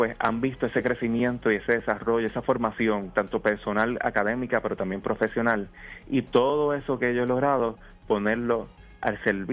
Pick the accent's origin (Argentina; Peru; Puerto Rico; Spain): Puerto Rico; Luquillo; yo puedo servirle a la gente de mi pueblo, el pueblo que me vio crecer, el pueblo que me vio formarme a mí académicamente en las escuelas públicas de aquí del municipio de Luquillo